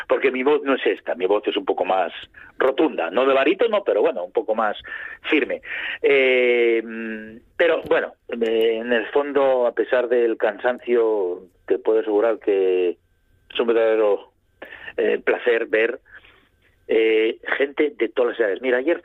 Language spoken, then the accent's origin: Spanish; Asturias, Spain; No, sí, pero es que habláis del Presi y enseguida a mí me viene, como buen asturiano.